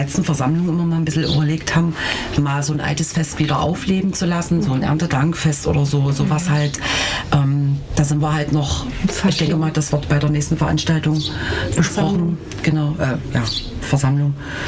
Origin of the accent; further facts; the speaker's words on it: Naundorf, Germany; now in Lettewitz, Germany; Na und ich wohne seit 16 Jahren in Lettewitz, bin ursprünglich aus Naundorf.